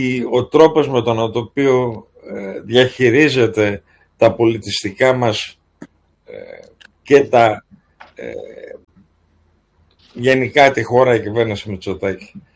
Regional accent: Drama, Eastern Macedonia and Thrace, Greece; Και εγώ δραμηνός, αγαπητέ Παντελή. Οπότε.

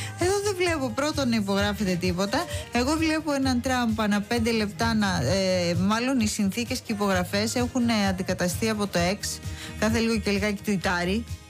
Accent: Piraeus, Attica, Greece; Ως Πειραιώτισσα το ξέρω.

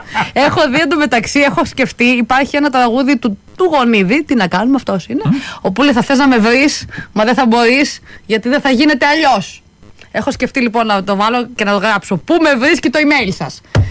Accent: Krestena, Western Greece, Greece; Δεν θα πάω τώρα στο χωριό μου Κώστα, στο πανηγύρι στα Κρέστενα.

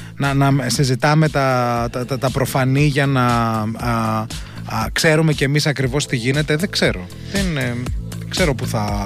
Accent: Greece

